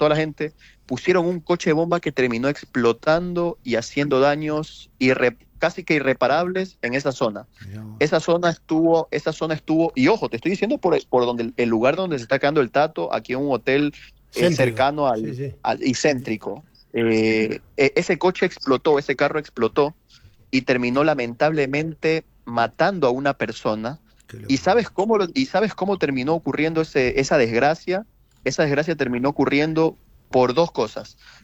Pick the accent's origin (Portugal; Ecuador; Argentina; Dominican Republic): Ecuador; yo como ecuatoriano